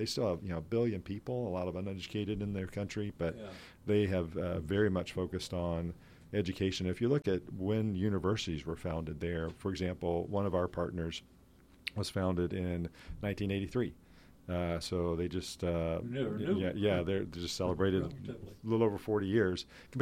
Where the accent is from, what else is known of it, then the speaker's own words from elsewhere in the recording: Georgia, United States; I'm from Georgia.